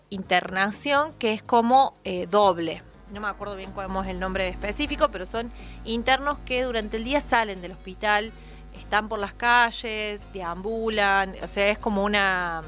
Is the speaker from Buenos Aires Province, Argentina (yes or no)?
no; Bell Ville, Córdoba, Argentina; Es mi tierra.